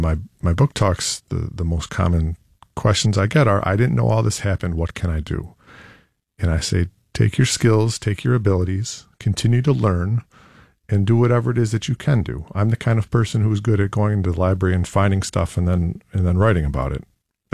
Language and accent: English; Penfield, New York, United States; Well, yeah, I'm a white guy. I have a similar background to Shane. I grew up in Penfield